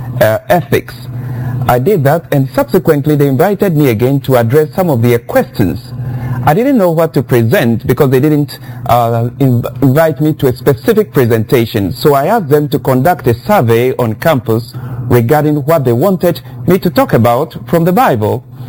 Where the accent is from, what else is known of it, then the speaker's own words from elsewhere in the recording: Ghana; now in United States; You can tell from my accent already I'm not an American. I'm from Ghana, West Africa, but I'm currently based in the United States.